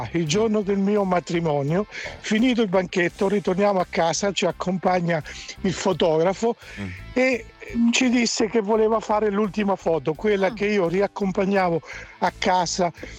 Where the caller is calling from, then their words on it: Macerata, Marche, Italy; da Macerata.